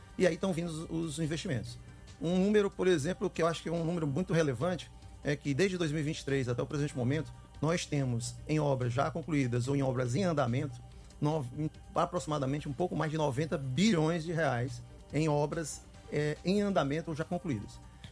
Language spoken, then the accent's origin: Portuguese; Ceará, Brazil; falarem que como nós aqui como cearenses somos unidos.